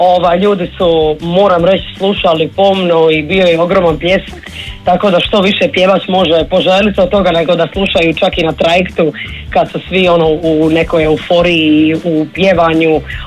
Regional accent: Sinj, Split-Dalmatia County, Croatia; now in Zagreb, Croatia; ja sam iz Sinja, podao u Zagrebu

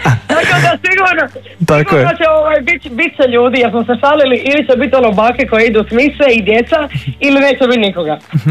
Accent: Sinj, Split-Dalmatia County, Croatia; now in Zagreb, Croatia; ja sam iz Sinja, podao u Zagrebu

